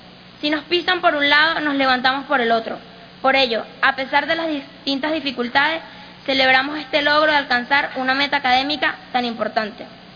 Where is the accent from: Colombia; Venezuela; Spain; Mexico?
Venezuela